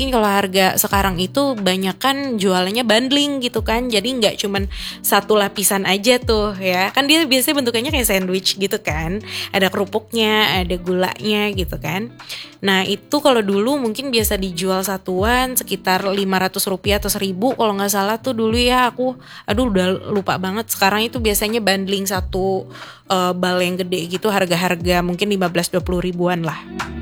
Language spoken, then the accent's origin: Indonesian; Jakarta, Indonesia; moved away as an adult; now in Manado, Indonesia; Aku orang Jakarta yang merantau ke sini gitu kan, ke Manado, terus siaran di sini gitu.